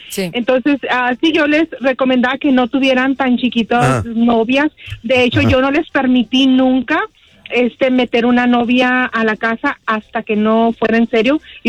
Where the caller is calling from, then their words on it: Chihuahua, Mexico; Yo soy de Chihuahua. Chihuahua.